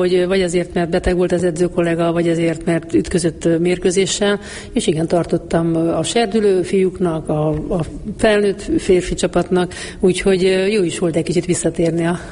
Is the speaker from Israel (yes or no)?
no; Mureș County, Romania; now in Budapest, Hungary; én Erdélybe születtem, Marosvásárhely mellett, és hát Marosvásárhelyen kezdtem el igazán kézilabdázni.